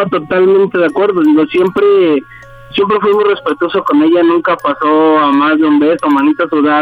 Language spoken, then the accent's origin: Spanish; Iztapalapa, Mexico City, Mexico; Tengo 36 años, soy de Iztapalapa.